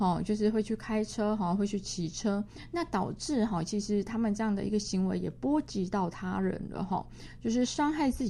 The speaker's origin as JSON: {"language": "Chinese", "country": "Taiwan", "lives_now": "Kaohsiung, Taiwan", "said": "我们台湾人"}